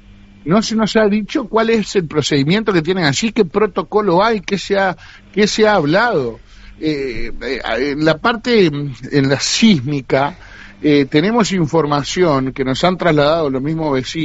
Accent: Canelones, Uruguay; yo soy de Canelones

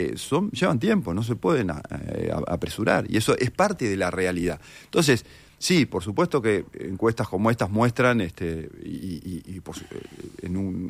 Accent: Uruguay; como sociedad uruguaya hemos tenido

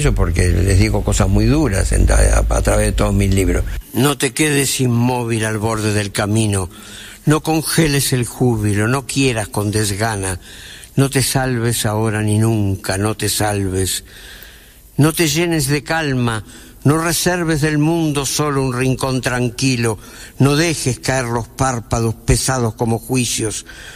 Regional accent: Montevideo, Uruguay; Yo soy un montevideano de clase media

